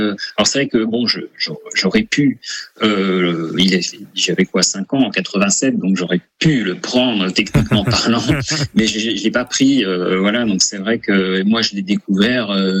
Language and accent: French; Besançon, Bourgogne-Franche-Comté, France; moved away; je suis byzantin d'origine, je suis né et grandi à Besançon, donc et puis j'ai encore des attaches familiales